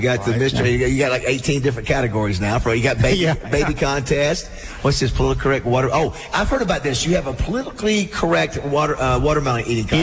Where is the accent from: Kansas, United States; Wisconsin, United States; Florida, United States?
Florida, United States; I'm from Florida.